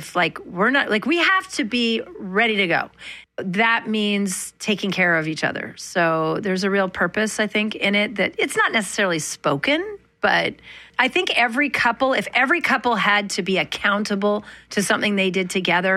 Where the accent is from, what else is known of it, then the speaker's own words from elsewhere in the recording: Manitoba, Canada; Growing up in Manitoba, I always tell this story.